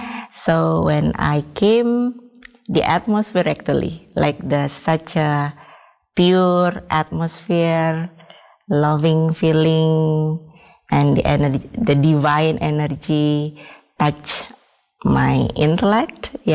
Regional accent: Bali, Indonesia; Yes, I am from Bali, so majority people there is Hindu. So I also came from Hindu background.

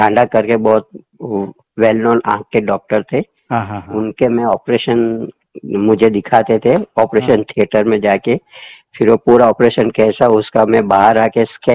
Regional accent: Ahmedabad, Gujarat, India; मेरा तो जन्म अहमदाबाद में हुआ था। हाँ। और मैं अभी जहाँ रह रहा हूँ इनकम टैक्स, वो पहले मैं असारवा एरिया में मकान था हमारा।

